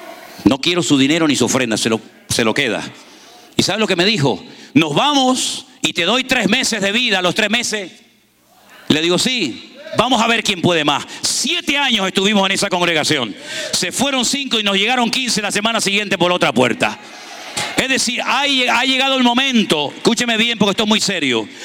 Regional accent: Spain; moved away; Yo no sé lo que me voy a encontrar en España cuando llegue. Yo salí de España y está patas arriba aquello.

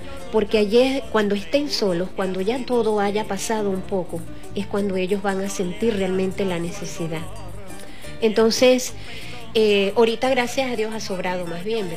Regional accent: Venezuela

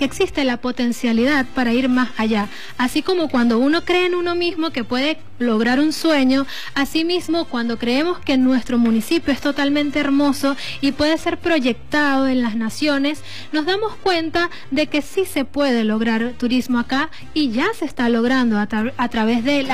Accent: El Vigía, Mérida, Venezuela; Saludos a todo mi pueblo vigiense que nos escucha

